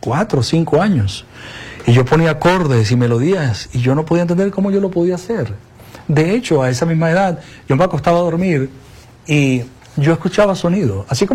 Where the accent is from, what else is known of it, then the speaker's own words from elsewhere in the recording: Venezuela; born there; also born or lived in Israel; Nací en Israel en el año 52, en el 53 y medio. Me trajeron a Venezuela, mi papá vino. Por supuesto, vengo de una familia judía